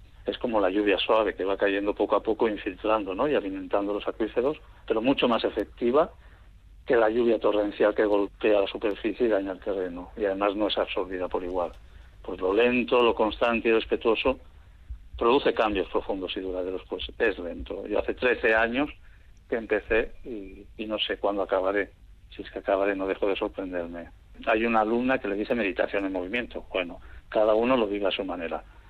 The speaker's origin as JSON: {"language": "Spanish", "town": "Bermeo", "region": "Basque Country", "country": "Spain", "also_born_or_lived": "Barcelona"}